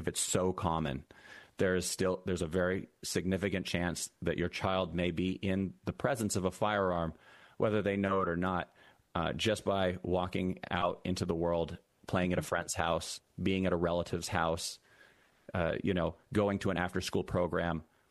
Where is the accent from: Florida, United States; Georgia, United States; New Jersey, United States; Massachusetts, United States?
Massachusetts, United States; I come from Massachusetts myself. I was raised in Massachusetts. I grew up in communities. I never heard the word gun.